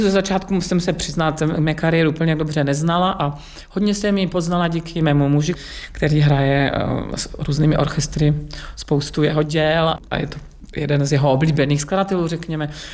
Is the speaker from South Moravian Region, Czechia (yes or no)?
yes; Brno, South Moravian Region, Czechia; která jsem vyrůstala v Brně a vlastně na Moravě ta lidová píseň byla ještě, myslím si, že víc třeba přítomná než v Praze nebo někde v Čechách